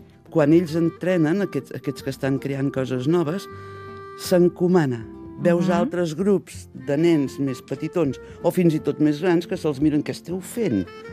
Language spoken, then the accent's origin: Catalan; Catalonia, Spain; accent: southern Tarragona speech; perquè és un parlar del sud de Tarragona, ja no, i diem diferent